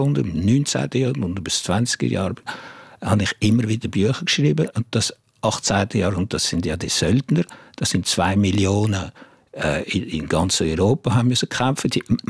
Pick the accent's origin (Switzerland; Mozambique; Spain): Switzerland; Jura; Nein, ich finde einfach, ich bin von da. Ich bin im Jura aufgewachsen. Ich bin ein Freund vom Zürichsee oder vom Genfersee und ich gehe gerne in den Alpen wandern.